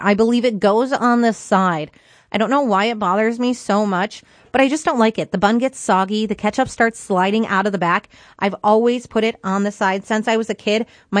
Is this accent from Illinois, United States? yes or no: yes; Illinois, United States; I am from Illinois